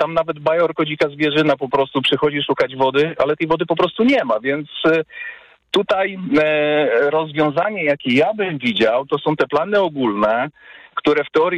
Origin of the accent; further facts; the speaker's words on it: Milanówek, Masovian Voivodeship, Poland; I właściwie z mojego dzieciństwa Milanówek, powiedzmy, stracił wiele na swoim charakterze przez to, że tych drzew troszeczkę ubyło.